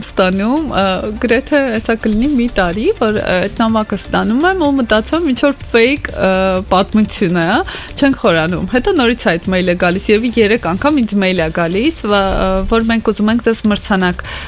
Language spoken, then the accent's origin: Armenian; Gyumri, Shirak, Armenia; դե ես Գյումրիում եմ ծնվել, մեծացել Գյումրիում, եմ դպրոց գնացել, հետո եկել եմ Երևան Գեղարվեստի ակադեմիայում ընդունվել